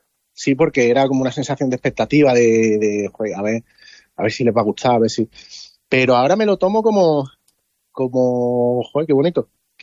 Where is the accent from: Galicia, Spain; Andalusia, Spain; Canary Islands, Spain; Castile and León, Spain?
Andalusia, Spain; Antequera